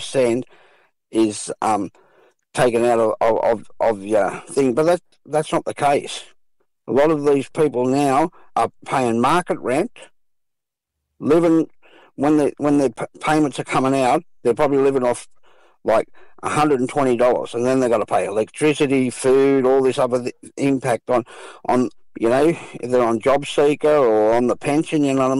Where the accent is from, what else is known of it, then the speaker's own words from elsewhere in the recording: Sydney, New South Wales, Australia; We grew up in South Sydney, Redfern All Blacks.